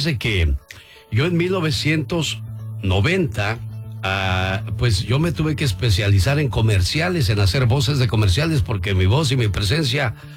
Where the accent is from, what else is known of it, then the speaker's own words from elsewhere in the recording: Mexico; now in United States; Es que nosotros los mexicanos somos bien albureros y pues yo no puedo decir eso de un día salí de Chile, pero Chile, está bien lejos de aquí de Estados Unidos.